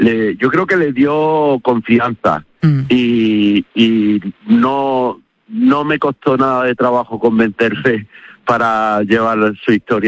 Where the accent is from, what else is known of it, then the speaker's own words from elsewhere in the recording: Córdoba, Andalusia, Spain; los dos somos de Córdoba.